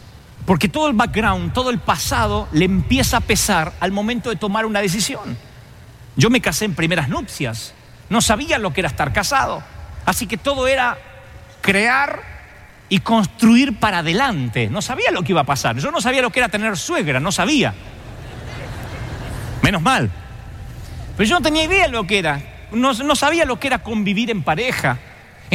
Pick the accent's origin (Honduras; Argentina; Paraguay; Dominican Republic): Argentina; Eso porque soy argentino, ¿eh?